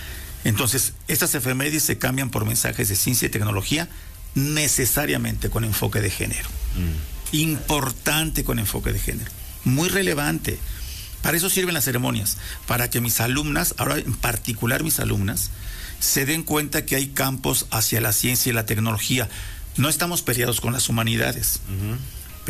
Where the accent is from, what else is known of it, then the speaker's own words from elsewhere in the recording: Mexico; identificación de por qué somos mexicanos y por qué tenemos que defender a la patria.